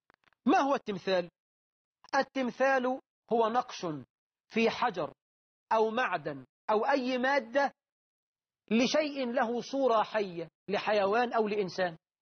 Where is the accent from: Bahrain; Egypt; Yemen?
Egypt; أبو الهول مثلا تمثال عندنا في مصر محدش بيعبده